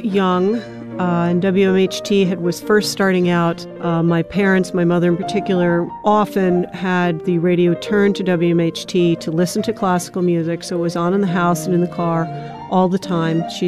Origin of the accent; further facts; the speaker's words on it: Glenmont, New York, United States; I'm from Glenmont, New York.